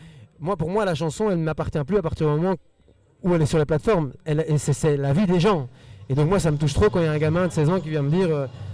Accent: Belgium; first language Spanish; French is a second language; j'ai grandi en Belgique, mais ma langue maternelle, c'est l'espagnol. Je parle en fait mieux aujourd'hui français qu'espagnol parce que c'est ici que j'ai étudié et tout ça. Mais les émotions, pour moi, elles viennent en espagnol. Je rêve en espagnol

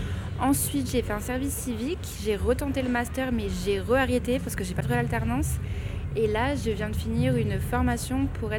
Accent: Toulouse, Occitanie, France; j'ai 27 ans, je suis de Toulouse et je suis agent d'accueil à l'espace presse.

